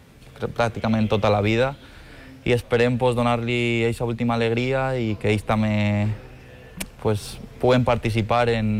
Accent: Valencian Community, Spain; Jo crec que com a valencià representar a la teua comunitat és algo molt especial, em sentiria molt orgullós

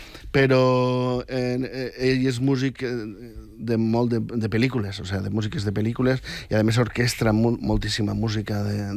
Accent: Villarreal, Valencian Community, Spain; Sí, prop d'on soc jo, saps? El Villarreal.

